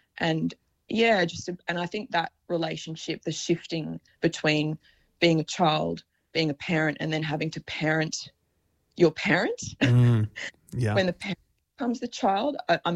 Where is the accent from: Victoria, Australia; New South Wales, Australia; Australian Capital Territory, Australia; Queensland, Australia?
New South Wales, Australia; Wollongong; in Wollongong, my hometown where I grew up